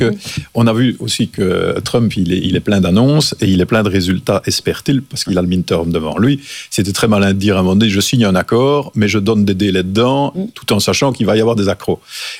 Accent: Belgium; Je vous avoue que moi, en tant que Belge, je suis très heureux.

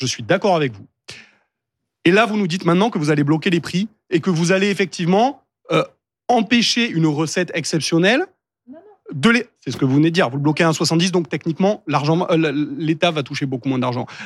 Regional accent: France; je pense que c'est notre aspiration à tous en tant que Français.

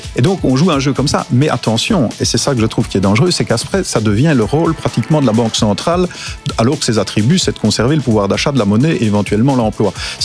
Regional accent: Belgium; moi je suis belge, je ne suis pas espagnol

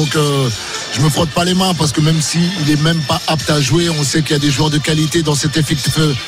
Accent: Senegal; Ça reste des excellents joueurs, mais en tout cas, nous, en tant que Sénégalais, anciens joueurs de l'équipe nationale aussi, on est excités et hâte d'y être à ce soir.

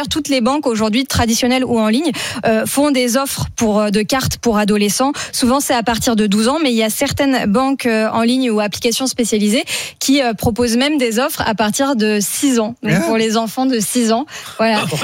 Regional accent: Normandy, France

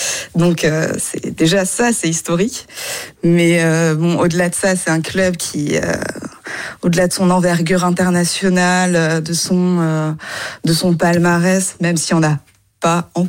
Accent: Grand Est, France; en plus en tant qu'Alsacienne, forcément, avec le boss

